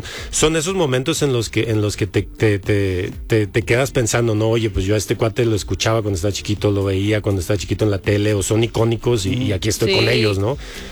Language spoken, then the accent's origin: Spanish; Mexico; Siendo mexicano, sí.